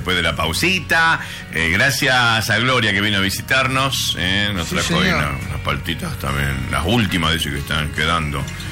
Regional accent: Campo Santo, Salta, Argentina; born there; yo nací en Campo Santo. No es que sea de campo.

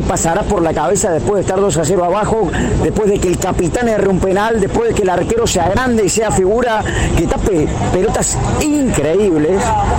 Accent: Argentina

